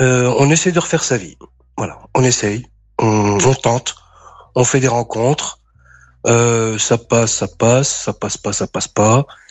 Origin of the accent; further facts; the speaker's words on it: France; born there; Bah après, moi, je suis né en France.